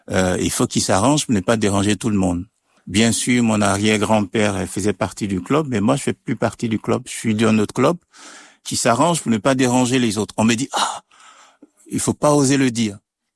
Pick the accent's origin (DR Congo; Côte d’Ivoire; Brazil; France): Côte d’Ivoire; also born or lived in Switzerland; Alors moi, je suis originaire de la Côte d'Ivoire. J'ai exercé comme prêtre en Afrique.